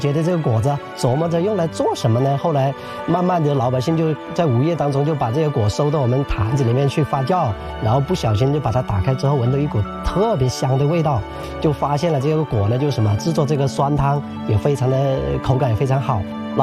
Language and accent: Chinese; Guizhou, China; 我们黔东南苗族侗族自治州这地区